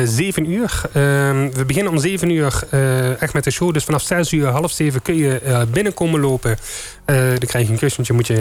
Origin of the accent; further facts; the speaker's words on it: Brunssum, Limburg, Netherlands; also born or lived in Bingelrade (Onderbanken); ik ben geboren in Brunssum zelf. Ook thuisgeboren dus. Want Brunssum was wel toen een ziekenhuis, maar ik ben gewoon thuisgeboren. Ik woon nog steeds in Brunssum. Ja, ik heb bijna mijn hele leven ook vastgezeten aan Brunssum. En ook aan onderbanken, aan Bingerade